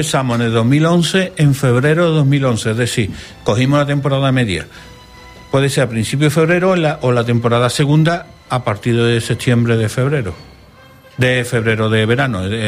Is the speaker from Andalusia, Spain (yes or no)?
yes; San Juan de Aznalfarache, Andalusia, Spain; en Sabana Farache, en mi pueblo. Siempre hemos dicho que es la villa Sabana Farache, separada de Sevilla, la ciudad, por un puente que cruza el río Guadalquivir. Estamos al lado, es una ciudad dormitorio, pero tenemos nuestra propia identidad.